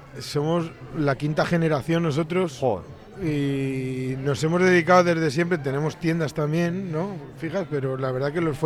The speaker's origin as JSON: {"language": "Spanish", "town": "Castroverde", "region": "Galicia", "country": "Spain", "said": "Nosotros somos de Castro Verde."}